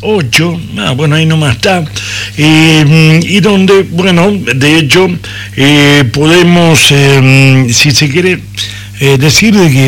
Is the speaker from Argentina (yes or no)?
yes; Argentina